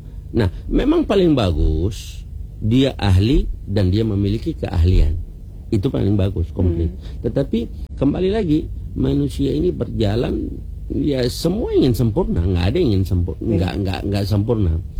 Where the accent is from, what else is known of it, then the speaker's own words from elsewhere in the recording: Ambon, Maluku, Indonesia; accent: Ambon; also born or lived in Yemen; saya tetap dengan cara Ambon, saya tetap dengan logat Ambon, saya tetap dengan bergaul Ambon begitu.